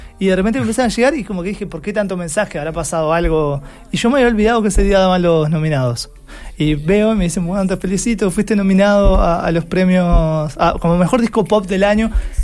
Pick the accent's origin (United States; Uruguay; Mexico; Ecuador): Uruguay; accent: Uruguayan; now in Chile; Yo me siento muy chileno, por más que hablo así, la gente piensa como, ah, este weón, que le juro que no es pose, no trato de hablar como uruguayo, me sale así, no puedo hablar como chileno, me sale horrible